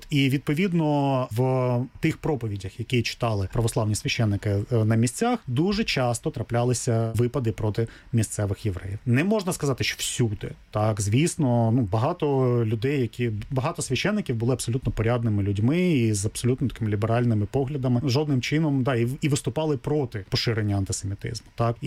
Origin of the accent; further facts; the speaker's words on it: Kryvyi Rih, Dnipropetrovsk Oblast, Ukraine; я сам з Кривого Рогу